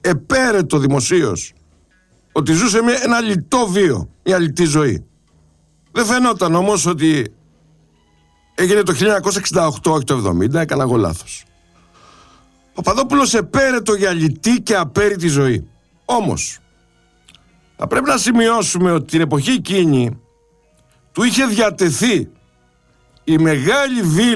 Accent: Greece; σαν Έλληνες πολίτες

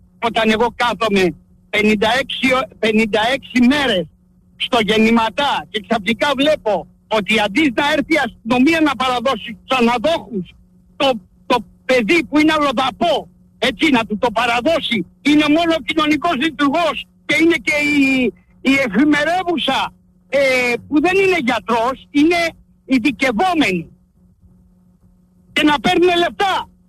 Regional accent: Keratsini, Attica, Greece; now in Thessaloniki, Greece; Εγώ είμαι από το Κερατσίνι. Είχα τσιχαδώσει. Είχα μια εταιρεία security, την έκλεισα, τελείωσε. Έτσι, και ανέβηκα πάνω στη Θεσσαλονίκη.

